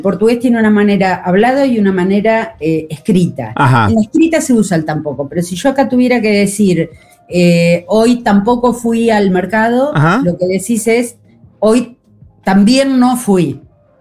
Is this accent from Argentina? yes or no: yes; Argentina; now in Brazil; Los clientes, por ejemplo, yo escribiendo no se dan cuenta que soy argentina, pero